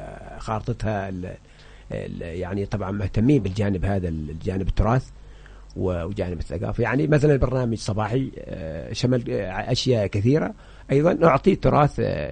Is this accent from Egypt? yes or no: no; Hadramawt, Yemen; عندنا في حضرموت